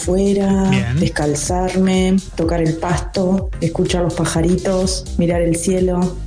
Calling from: Castelar, Buenos Aires Province, Argentina; de Castelar.

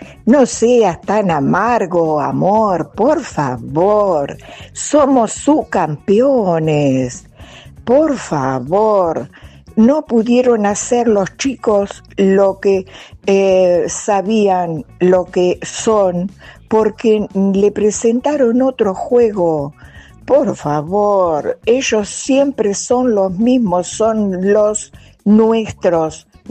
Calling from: Argentina; somos argentinos

